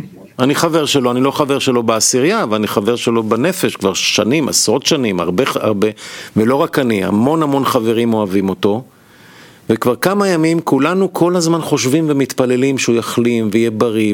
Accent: Kiryat Gat, Southern District, Israel; הוא בא ממרוקו וההורים שלי עלו מהונגריה. הוא גר בחיפה ואני גר גדלתי בקריית גת.

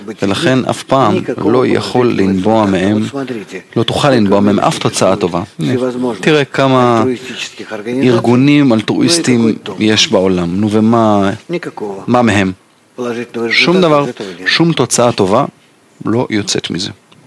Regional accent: Bulgaria; אני גם מבולגריה.

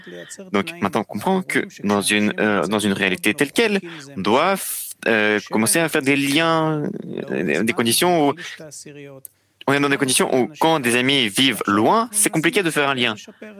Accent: Argentina; French is a second language; moved away; also born or lived in Spain; Moi, je suis de Argentine et j'ai vécu 30 ans en Espagne.

